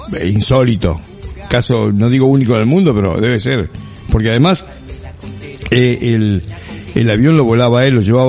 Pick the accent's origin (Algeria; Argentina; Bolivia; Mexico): Argentina; Buenos Aires Province; que son bonaerenses somos bonaerenses